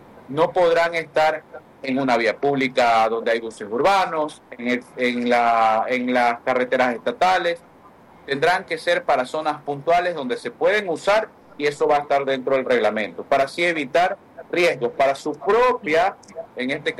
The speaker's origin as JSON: {"language": "Spanish", "country": "Ecuador", "said": "primero el ecuatoriano, siempre voy a decir eso. Nosotros somos asambleístas del Ecuador y siempre vamos a legislar para los ecuatorianos."}